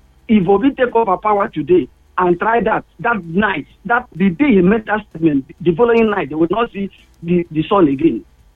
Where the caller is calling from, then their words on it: Ireland; I'm calling you from Ireland.